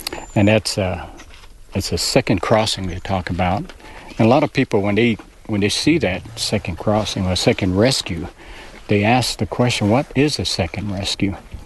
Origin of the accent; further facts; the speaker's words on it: Hawaii, United States; now in Rexburg, United States; It's Polynesian, and I'm from, originally I'm from Hawaii.